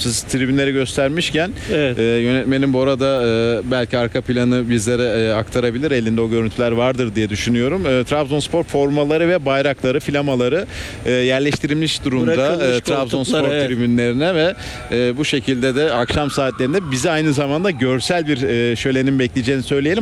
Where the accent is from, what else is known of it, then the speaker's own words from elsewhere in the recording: Antalya, Turkey; Tabii bilmeyenler varsa Antalyalıyım ben.